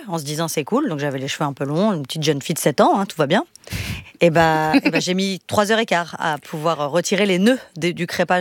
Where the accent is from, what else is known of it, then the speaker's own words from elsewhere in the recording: France; on est français